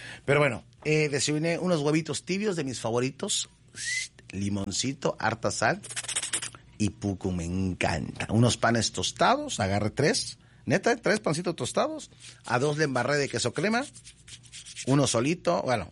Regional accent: Veracruz, Mexico; porque soy veracruzano

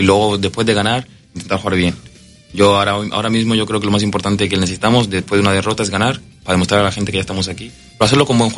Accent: Mataró, Catalonia, Spain; now in Mexico; Nací en una ciudad que se llama Mataró, Barcelona.

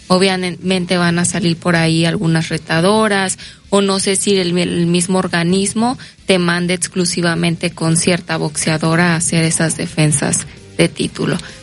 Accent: Veracruz, Mexico; soy de Veracruz

